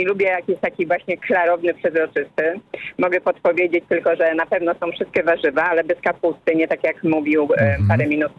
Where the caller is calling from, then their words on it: Milanówek, Masovian Voivodeship, Poland; jestem nianią z Milanówka